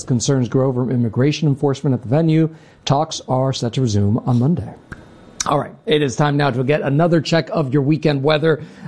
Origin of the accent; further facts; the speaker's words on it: Miami, Florida, United States; now in New York, United States; I mean, I can't believe that we are warmer right now in New York than my hometown